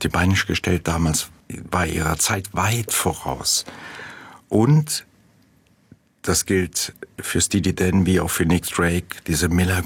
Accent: Eifel, Germany; Das Buch hat mir geholfen, ein Stück meinen Frieden zu machen mit einigen Menschen, mit meiner Heimatstadt.

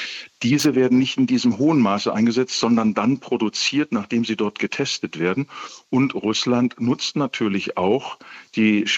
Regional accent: Germany; Und wir sollten uns auch persönlich in Europa sehr klar werden als Deutsche, dass inzwischen wir mehr von der Ukraine abhängig sind als die Ukraine von uns.

